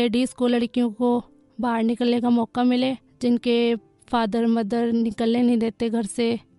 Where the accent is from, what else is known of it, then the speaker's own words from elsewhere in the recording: Agra, Uttar Pradesh, India; मैं आगरा से बिलोंग करती हूँ।